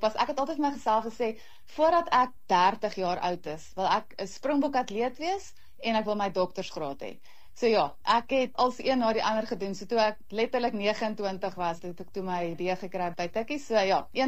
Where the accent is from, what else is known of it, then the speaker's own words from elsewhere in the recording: Pretoria, Gauteng, South Africa; Ek het in Pretoria groot geword.